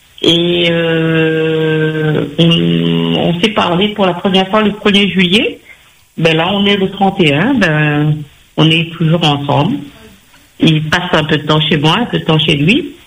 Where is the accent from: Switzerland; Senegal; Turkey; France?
France; East; Ben, c'est Patrick du Sud et moi je suis de l'Est et on s'entend merveilleusement bien.